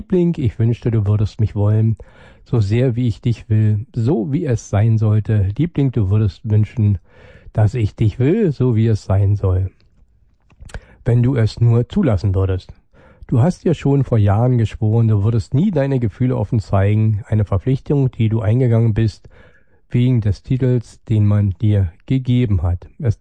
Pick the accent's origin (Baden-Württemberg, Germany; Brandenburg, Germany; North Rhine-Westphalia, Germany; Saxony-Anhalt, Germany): Brandenburg, Germany; wie wir als Brandenburger ja das auch anders sehen